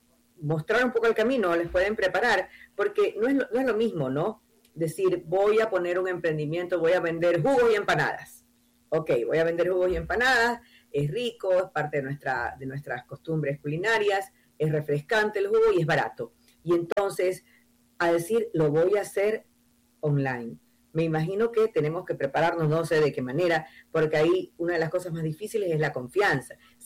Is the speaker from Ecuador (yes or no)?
yes; Ecuador